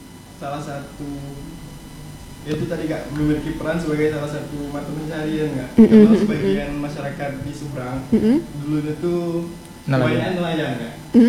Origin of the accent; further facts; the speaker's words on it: Jambi, Indonesia; kami pengen memperkenalkan kampung halaman kami itu di Danau Teluk itu.